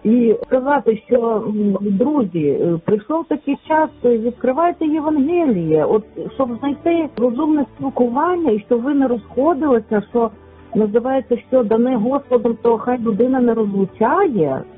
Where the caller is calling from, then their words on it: Lviv, Lviv Oblast, Ukraine; я зі Львова.